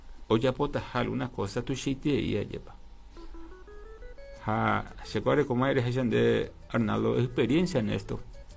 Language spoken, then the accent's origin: Spanish; Carapeguá, Paraguarí, Paraguay; somos carapegüeños, somos del departamento, somos paraguayo y paraguaya